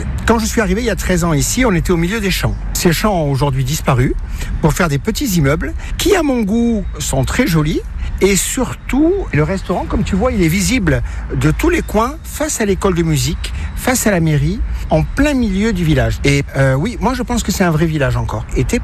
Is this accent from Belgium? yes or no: no; south of France, France; now in Saint-Jorioz, France; Moi, je suis du Sud, j'adore ma région, mais maintenant, j'aime encore plus la Haute-Savoie et particulièrement Saint-Joriot.